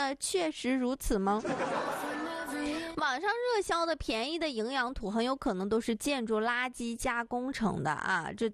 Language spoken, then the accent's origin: Chinese; Northeast China, China; 咱们东北人均DNA 里面就有会种菜的基因